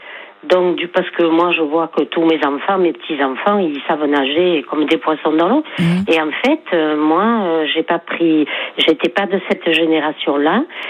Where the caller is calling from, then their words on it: L'Isle-sur-la-Sorgue, Provence-Alpes-Côte d'Azur, France; J'habite à Lille-sur-Sorgue.